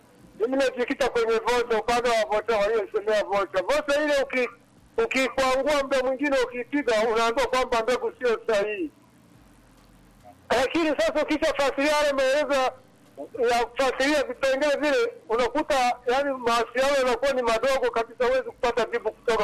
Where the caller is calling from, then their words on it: Nyasura, Mara, Tanzania; kutoka hapa Nyasura.